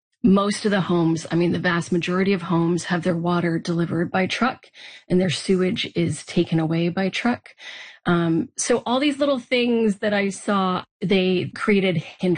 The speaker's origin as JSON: {"language": "English", "region": "Southern Canada", "country": "Canada", "said": "I'm like a full Southern Canadian."}